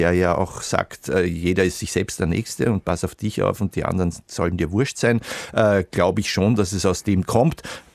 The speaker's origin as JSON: {"language": "German", "region": "Vienna", "country": "Austria", "said": "ich bin ja Wiener"}